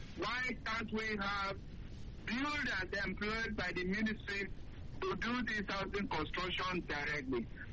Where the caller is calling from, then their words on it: Abuja, Federal Capital Territory, Nigeria; I'm calling from Abuja.